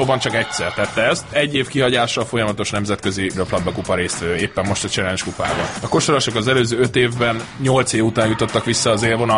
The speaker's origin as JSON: {"language": "Hungarian", "country": "Hungary", "said": "Tehát alapvetően, mint magyarok vagyunk, szeretjük a focit"}